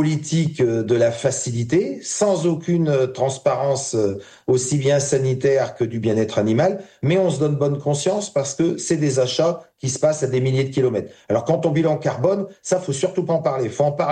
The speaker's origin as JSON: {"language": "French", "region": "Hauts-de-France", "country": "France", "said": "Moi, je suis de la Somme."}